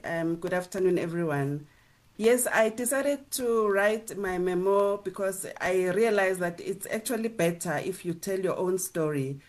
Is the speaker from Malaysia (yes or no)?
no; Soweto, Gauteng, South Africa; I'm from a family of six. And I grew up in Soweto